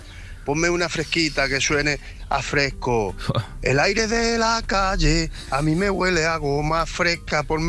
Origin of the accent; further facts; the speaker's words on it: Jamilena, Andalusia, Spain; now in Badajoz, Spain; un saludo a mi pueblo, Jamilena, provincia de Jaén.